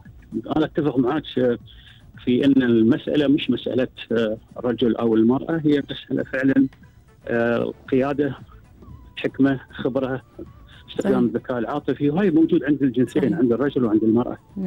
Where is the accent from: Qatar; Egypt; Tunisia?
Qatar; عندنا في قطر